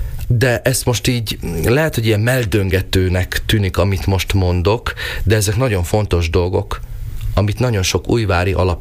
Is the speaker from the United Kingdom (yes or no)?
no; Hungary; egy szlovák úgy is hallaná, hogy magyar vagyok